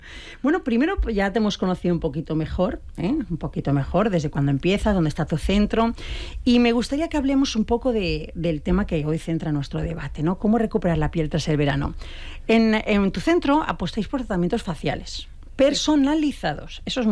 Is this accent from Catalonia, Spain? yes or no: no; Benetússer, Valencian Community, Spain; jo soc de Benetússer